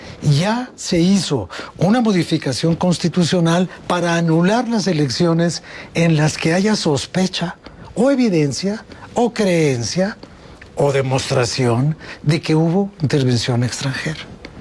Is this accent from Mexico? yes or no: yes; Mexico; bueno, como mexicano, obviamente que me emocionó hasta casi las lágrimas